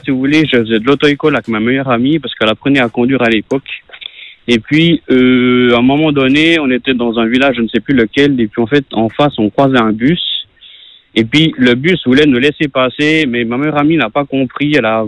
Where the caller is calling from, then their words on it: Courchavon, Jura, Switzerland; moi, je suis de Courchavon.